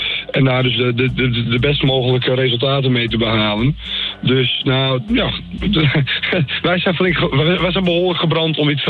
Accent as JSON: {"language": "Dutch", "region": "North Holland", "country": "Netherlands", "said": "als Hollanders, als West-Friese"}